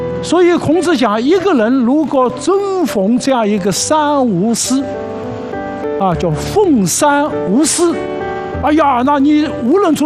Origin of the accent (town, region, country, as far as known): China